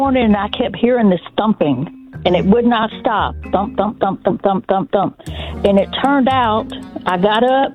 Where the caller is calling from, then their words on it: Pike Road, Alabama, United States; I'm listening from Pike Road, Alabama.